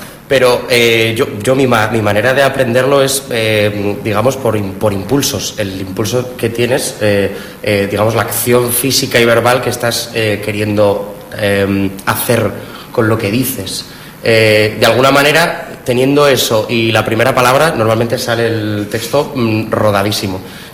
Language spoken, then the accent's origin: Spanish; Villafranca de la Sierra, Castile and León, Spain; en mi pueblo, en Villafranca de la Sierra